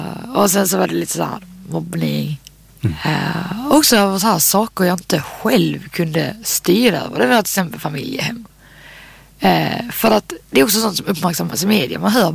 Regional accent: Landskrona, Skåne, Sweden; also born or lived in Marieholm; Jag är uppvuxen där, men från början är jag född i Marieholm. Mm. Men sen har jag ett familjehem i Landskrona när jag var väldigt liten.

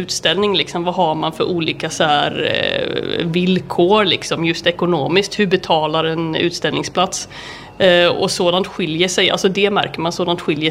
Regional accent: Halmstad, Halland County, Sweden; moved away as an adult; also born or lived in Bergen, Norway; now in Malmö, Sweden; Nej, men jag kommer inte så långt härifrån. Jag kommer från Halmstad, så jag är hallänning ursprungligen. Mm. Men jag har varit nu i 8 år har jag varit i Bergen i Norge.

